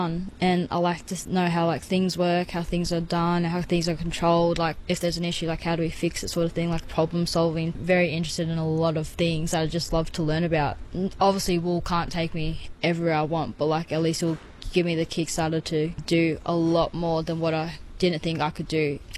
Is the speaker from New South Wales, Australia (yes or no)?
yes; Dubbo, New South Wales, Australia; also born or lived in Ballarat / Bourke; I was born and raised in Ballarat, Victoria, and then at a very young age we moved to Bourke for a few years. Been in Dubbo ever since.